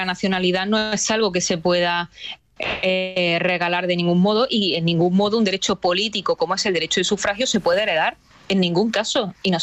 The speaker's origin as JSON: {"language": "Spanish", "country": "Spain", "said": "porque a día de hoy su voto y el mío, como españoles que somos, cada vez vale menos."}